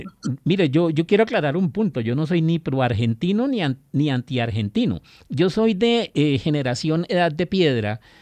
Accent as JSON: {"language": "Spanish", "country": "Colombia"}